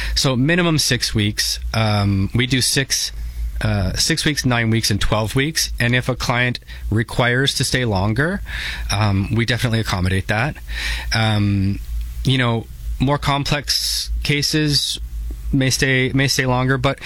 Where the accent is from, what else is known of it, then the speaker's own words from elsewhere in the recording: St. Catharines, Ontario, Canada; I'm from St. Catharines. I grew up here. I remember going to art classes there when I was 8 years old